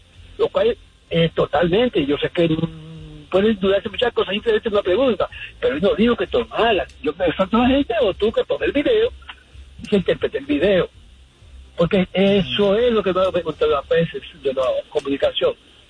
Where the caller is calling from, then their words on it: Queens, New York, United States; Queens, New York.